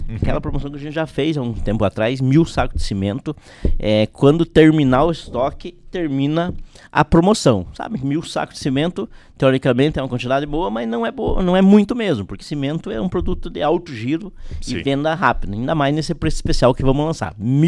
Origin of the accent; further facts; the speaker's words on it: Rio Grande do Sul, Brazil; now in Paraná, Brazil; eu sou gaúcho, mas eu sou paranaense também, né? Porque eu moro aqui, né?